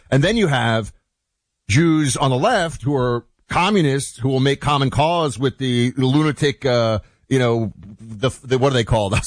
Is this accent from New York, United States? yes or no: yes; New York, United States; This is now I'm getting into kind of the growing up in New York